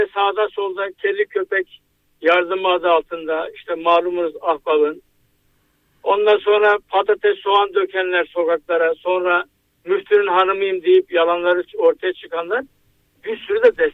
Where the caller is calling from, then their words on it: Ankara, Turkey; ben Ankara'dan arıyorum.